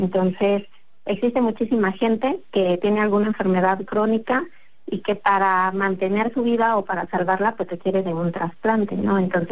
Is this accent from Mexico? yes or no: yes; Mexico; es parte de lo que nos caracteriza a los mexicanos